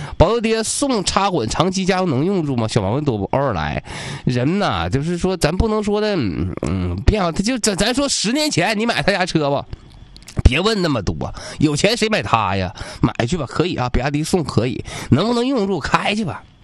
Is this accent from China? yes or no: yes; Northeast China, China; accent: Northeastern Mandarin (Dongbei dialect); 咱们东北话讲有的时候说话特别有力气